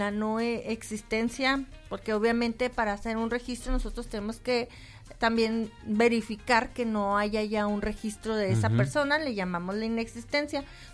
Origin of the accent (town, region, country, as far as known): Mexico